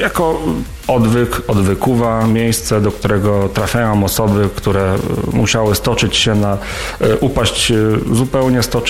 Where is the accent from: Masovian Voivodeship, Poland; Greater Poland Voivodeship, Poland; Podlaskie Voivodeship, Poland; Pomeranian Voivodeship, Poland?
Greater Poland Voivodeship, Poland; Konin; born there; Jesteśmy w oddziale konińskiego szpitala, którego główny budynek jest dla mnie osobiście symboliczny z tego powodu, po pierwsze, że się w nim urodziłem, właśnie w tym budynku, bo była tam kiedyś porodówka